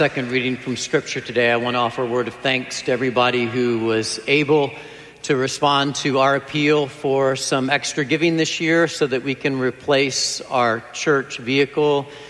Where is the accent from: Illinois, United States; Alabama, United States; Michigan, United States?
Illinois, United States; Wheaton; born or raised there